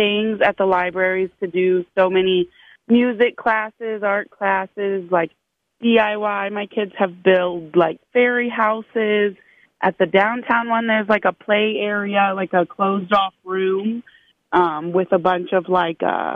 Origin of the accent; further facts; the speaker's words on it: Fort Wayne, Indiana, United States; from Fort Wayne, and I have 5 kids